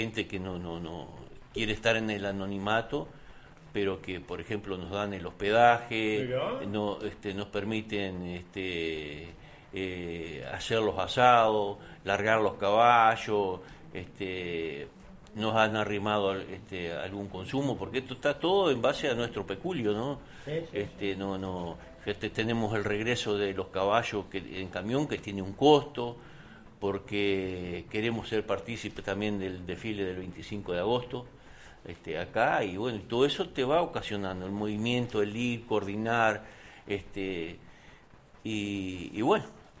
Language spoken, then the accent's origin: Spanish; Salto, Uruguay; yo soy de Sauce Chico, a pocos kilómetros de ahí